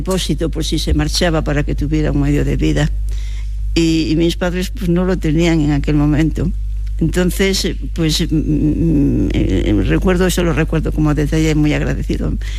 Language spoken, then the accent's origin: Spanish; Castile and León, Spain; Yo soy un pueblo de la Ribera del Órbigo.